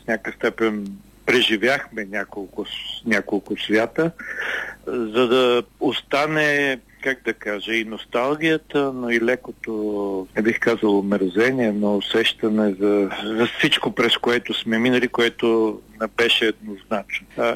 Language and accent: Bulgarian; Yambol, Yambol Province, Bulgaria; аз съм от Ямбол, от тази част на южна част на България.